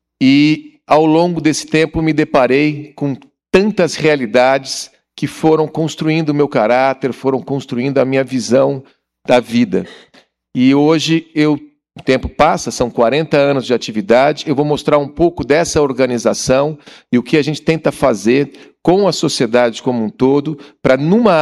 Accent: São Paulo, Brazil; eu sou do interior de São Paulo também

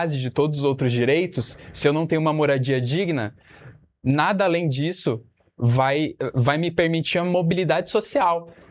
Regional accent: São Paulo, Brazil; Eu fui criado na Zona Oeste, região próxima ali de Pinheiros

